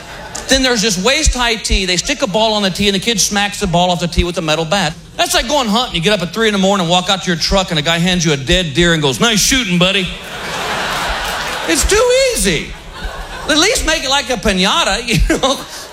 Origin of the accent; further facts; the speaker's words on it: Texas, United States; I'm from Texas.